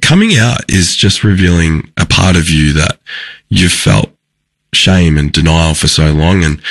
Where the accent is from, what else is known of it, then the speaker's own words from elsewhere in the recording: Haddon, Victoria, Australia; the major centre was Ballarat, but I grew up sort of 20 minutes, 30 minutes out there towards Beauford, but in a little town called Haddon.